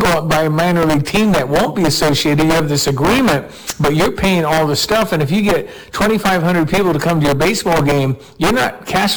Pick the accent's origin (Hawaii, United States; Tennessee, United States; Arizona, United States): Tennessee, United States; Nashville; It's 93.5. … I'm from Nashville, Tennessee.